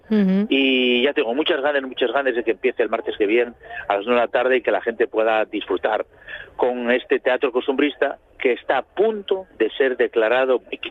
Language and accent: Spanish; Asturias, Spain; pues lo que está claro es que la mejor manera de saber cómo somos los asturianos es ver una obra de teatro costumbrista asturiano.